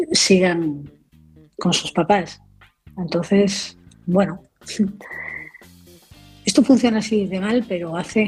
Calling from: Galicia, Spain; de Galicia.

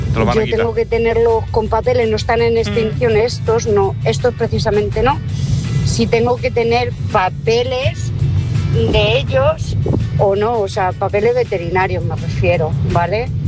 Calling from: Madrid, Community of Madrid, Spain; de Madrid.

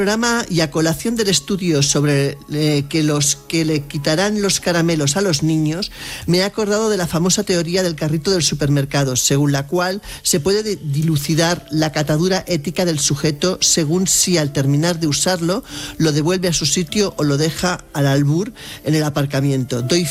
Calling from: Barcelona, Catalonia, Spain; de Barcelona

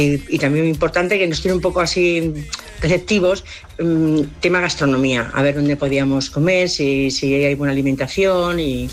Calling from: Madrid, Community of Madrid, Spain; de Madrid.

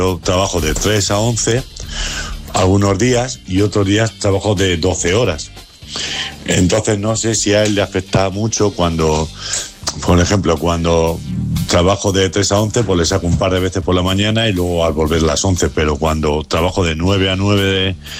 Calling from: Madrid, Community of Madrid, Spain; de Vallecas.

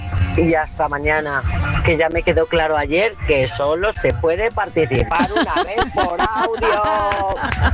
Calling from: Palma de Mallorca, Balearic Islands, Spain; de Palma de Mallorca

